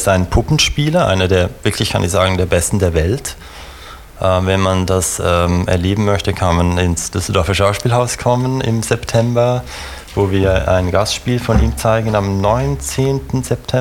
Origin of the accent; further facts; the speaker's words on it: Switzerland; moved away as an adult; now in Vienna, Austria; als Schweizer